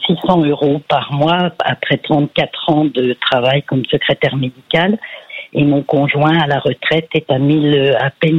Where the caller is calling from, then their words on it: Fontaines, Bourgogne-Franche-Comté, France; Je vous appelle de Fontaine, à côté de Chalon-sur-Saône, en Saône-et-Loire.